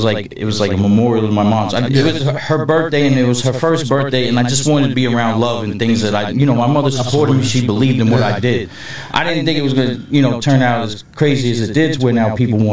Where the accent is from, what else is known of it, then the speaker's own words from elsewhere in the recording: Middle Island, New York, United States; I'm from Cornwall. I'm from the Rock. I'm from Middle Island. I'm from Artist Lake. I'm that whole area. That's me.